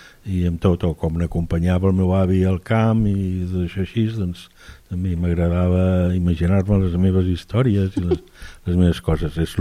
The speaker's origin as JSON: {"language": "Catalan", "town": "Caldes de Montbui", "region": "Catalonia", "country": "Spain", "tie": "born or raised there", "said": "jo sóc fill de Caldes i Caldes me l'estimo, m'agrada, és el meu poble"}